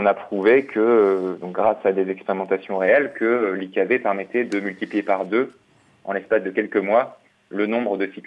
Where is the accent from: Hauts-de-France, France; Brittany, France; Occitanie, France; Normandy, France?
Hauts-de-France, France; Lille; moved away as an adult; je suis lillois, j'ai grandi à Lille. Et donc je suis de retour à Lille depuis maintenant presque 4 ans.